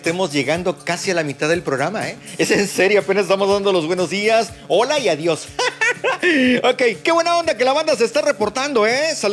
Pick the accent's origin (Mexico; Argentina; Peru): Mexico